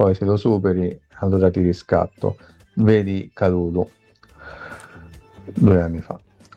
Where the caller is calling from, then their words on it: Rome, Lazio, Italy; noi da Roma.